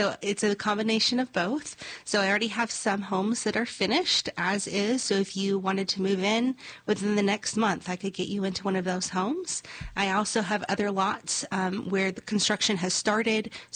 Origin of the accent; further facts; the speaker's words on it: Tennessee, United States; also born or lived in California; I'm actually from Well, California originally, but then I moved to Tennessee, to West Tennessee, whenever I was 13. So I call myself a Tennessean now. And then I moved out to the Nashville area in my young 20s.